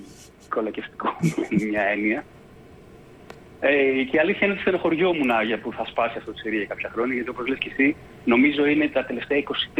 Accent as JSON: {"language": "Greek", "country": "Greece", "said": "είμαστε Έλληνες, έχουμε εμποτιστεί με πολύ ελληνικό στοιχείο"}